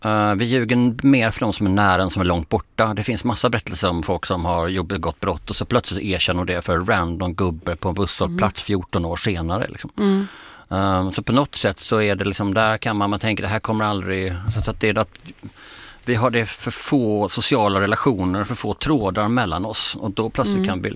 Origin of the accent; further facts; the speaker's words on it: Skåne, Sweden; Jag tänker, du är värmlänning och jag är skåning